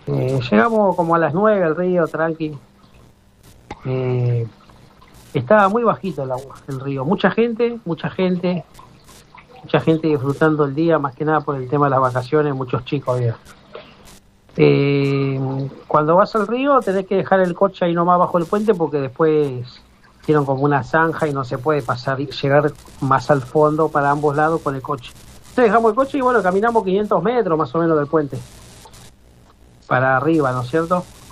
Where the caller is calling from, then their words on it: Buenos Aires, Argentina; Nosotros somos de acá de Las Ferreras.